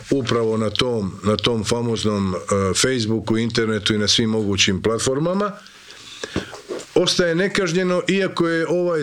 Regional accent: Imotski, Split-Dalmatia County, Croatia; ja sam mi iz Imotskog volimo reći da smo iz krajine.

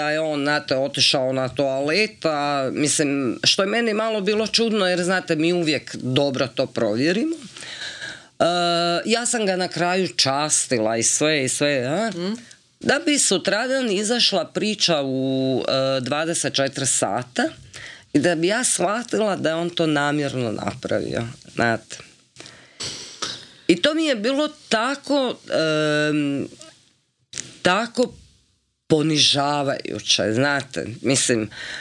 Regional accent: Slavonia, Croatia; ja sam inače Slavonka

